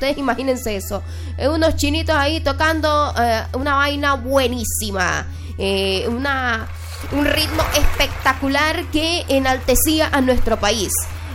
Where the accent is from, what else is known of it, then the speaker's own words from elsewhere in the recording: Honduras; algo que nos identifica como hondureños.